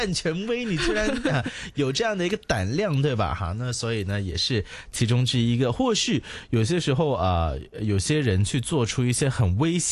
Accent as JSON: {"language": "Chinese", "region": "Guangdong", "country": "China", "said": "中医哈，或者是我们广东人呢，就发挥想象力哈。"}